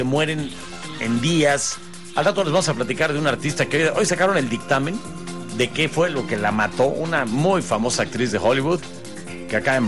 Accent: Mexico

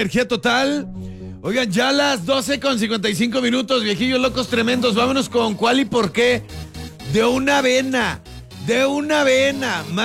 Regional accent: Ixtapa-Zihuatanejo, Guerrero, Mexico; moved away; Buenas tardes … de Ixtapas y Guatanejo, pero ya radico aquí.

